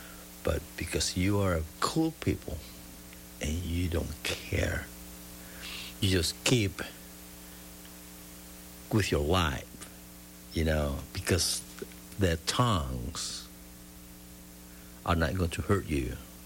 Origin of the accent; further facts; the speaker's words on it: Santiago de Cuba, Cuba; English is a second language; So, Vacilón Santiaguero, because I come from Santiago, de Cuba, and Santiago is a very musical city.